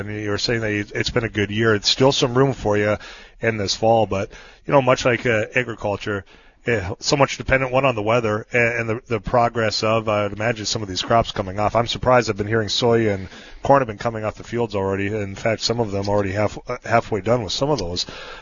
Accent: North Dakota, United States; I mean, I'm from the Benson County area.

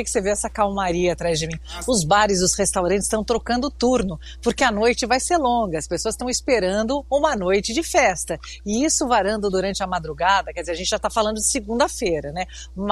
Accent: Brazil; eu sou brasileira, sou brasileira que viu o Brasil erguer a taça duas vezes nessa existência

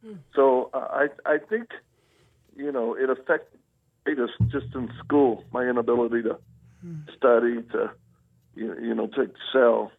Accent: Louisiana, United States; also born or lived in Mississippi / Texas; Well, I'm a Southern boy. I was born in Louisiana and spent a lot of time on the bayous. And then, you know, we moved around a lot. So we spent time in three main states, Louisiana, Mississippi, and Texas.

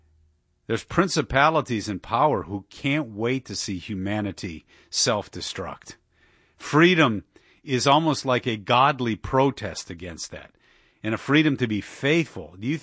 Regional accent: Dearborn, Michigan, United States; and that's the Islamists from my hometown of Dearborn

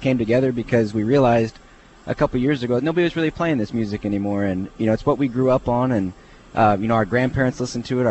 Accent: Springfield, United States; born there; We are from Springfield for the most part.

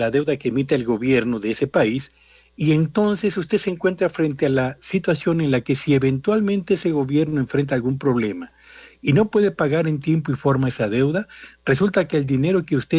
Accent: Mexico

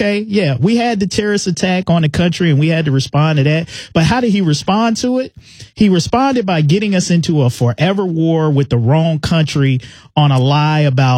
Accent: Middletown, United States; my hometown of Middletown

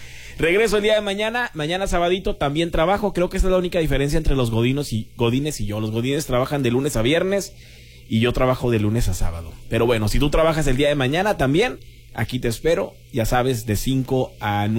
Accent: Guerrero, Mexico; Voy a ir por una sandía a Guerrero, a mi tierra natal.

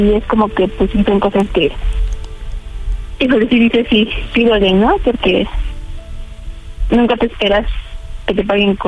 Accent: Magdalena Contreras, Mexico City, Mexico; 31 años y soy yo, la Magdalena Contreras.

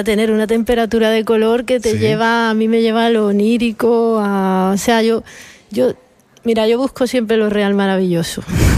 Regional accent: Cádiz, Andalusia, Spain; yo soy de Cádiz.

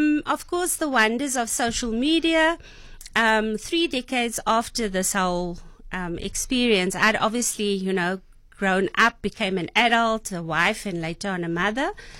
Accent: Cape Town, Western Cape, South Africa; I was living on the Cape Flats. I was born and I was raised in Haderveld on the Cape Flats.

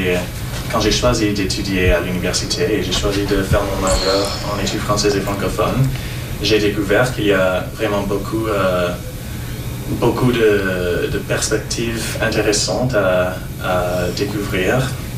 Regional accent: Kelowna, British Columbia, Canada; moved away as an adult; now in Victoria, Canada; Donc, je viens de Kelowna, pas loin d'ici.

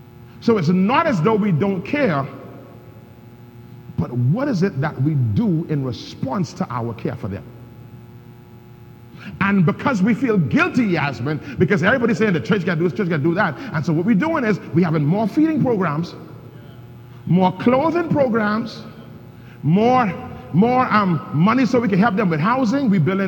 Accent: Nassau, New Providence, Bahamas; I'm from Nassau.

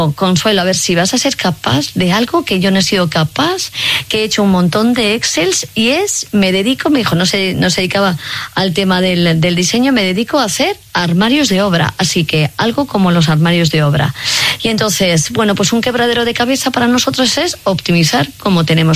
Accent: Cuenca, Castilla-La Mancha, Spain; now in Madrid, Spain

